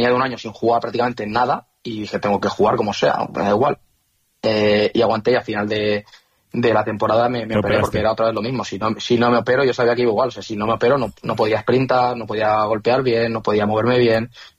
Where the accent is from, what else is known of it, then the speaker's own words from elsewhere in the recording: Valencia, Valencian Community, Spain; soy de que mucha gente te piensa que soy de Cullera, pero soy de Valencia.